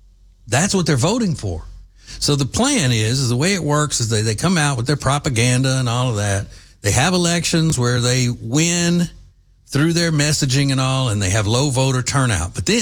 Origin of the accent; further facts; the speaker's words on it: Louisiana, United States; Steve Scalise, who is a representative from my home state of Louisiana.